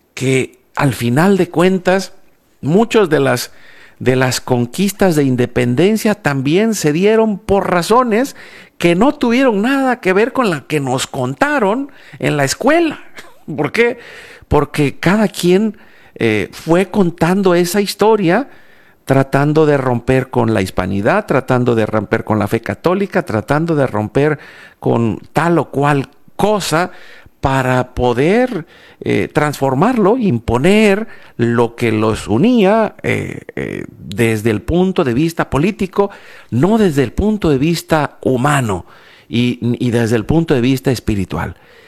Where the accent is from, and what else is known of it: Veracruz, Mexico; born or raised there; also born or lived in Yucatán